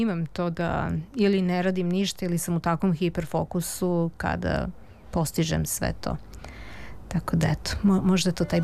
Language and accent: Serbian; Serbia; ja sam jedina iz Srbije i ja dolazim iz zemlje koja je jedina koja nije prihvatila ovakav vid medicine u zvaničnom smislu